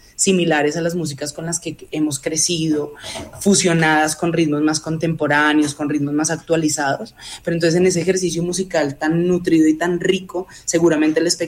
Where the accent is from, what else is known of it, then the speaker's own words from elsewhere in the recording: Colombia; la comedia que nos caracteriza también como sociedad colombiana y latinoamericana.